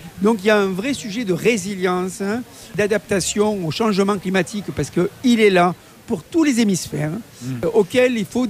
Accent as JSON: {"language": "French", "country": "New Caledonia", "said": "Oui, voilà. Ça c'est mon accent."}